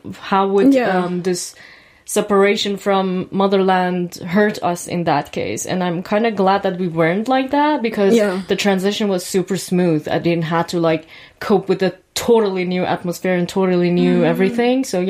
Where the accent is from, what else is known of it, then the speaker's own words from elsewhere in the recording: Germany; born there; English is a second language; also born or lived in Iran; growing up in Germany after so many years here, it didn't make me realize, oh, I miss my culture.